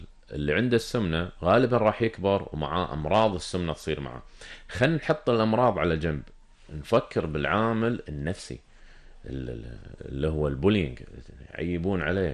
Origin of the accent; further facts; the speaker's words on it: Kuwait; إحنا في الكويت